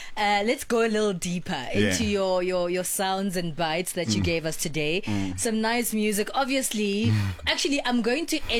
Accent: South Africa; I'm South African, it doesn't matter where I am in the world.

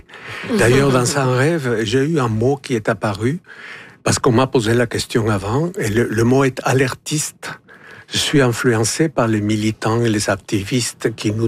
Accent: Peru; moved away; Moi, je viens du Pérou.

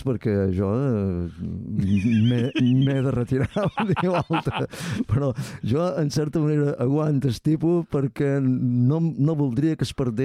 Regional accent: Ferreries, Balearic Islands, Spain; moved away; also born or lived in Mahón; Jo som de Ferreries, uh-huh, però després vaig anar a viure a Mó

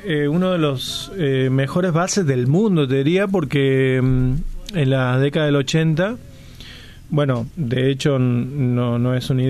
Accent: Frías, Santiago del Estero, Argentina; Yo soy de Frías igual.

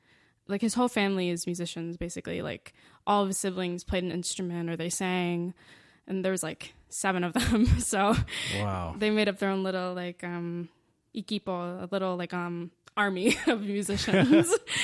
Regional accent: New York, United States; born there; I'm Venezuelan on both sides, but I was born in New York.

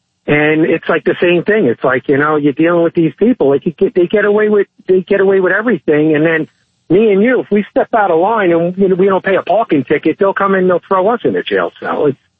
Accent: Mooresville, North Carolina, United States; I'm from Mooresville. I'm in Mooresville right now.

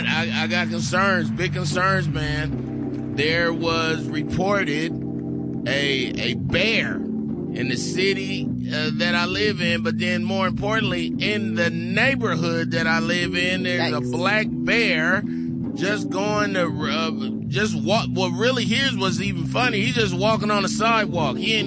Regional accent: California, United States; But if you like me, and you know I'm from Cali, they've been telling us for decades, leave bears alone.

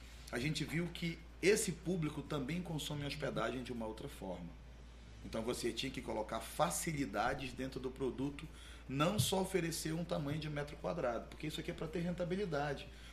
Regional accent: Manaus, Amazonas, Brazil; now in Fortaleza, Brazil; Eu sou do Amazonas

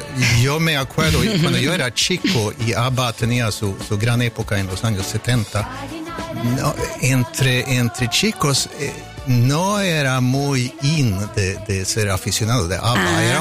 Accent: Sweden; moved away as an adult; now in Argentina

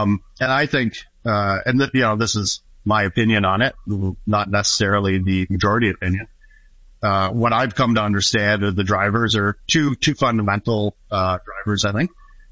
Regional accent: Ontario, Canada; I finished school. I worked in, finished high school and did the typical growing up in Niagara, right?

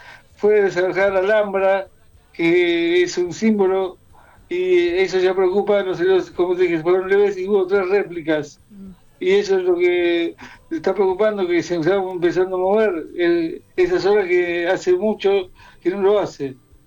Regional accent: Argentina; now in Spain; Soy argentino

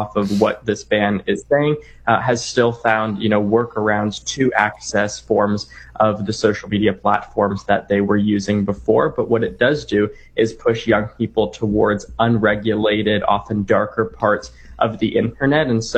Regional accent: Canada; Yeah, or my home country of Canada either

